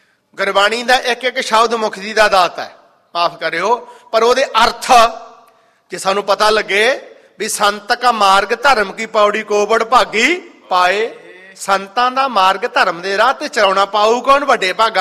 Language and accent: Punjabi; Badhni Kalan, Punjab, India; ਮੇਰਾ ਪਿੰਡ ਬਧਨੀ ਕਲਾਂ ਜ਼ਿਲ੍ਹਾ ਮੋਗੇ 'ਚ ਹੈ